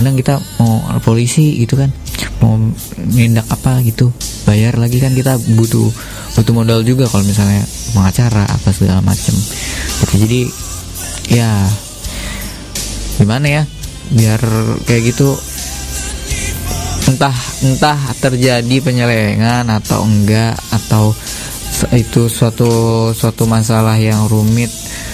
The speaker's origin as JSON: {"language": "Indonesian", "country": "Indonesia", "said": "kita emang warga Konoha WNI kan"}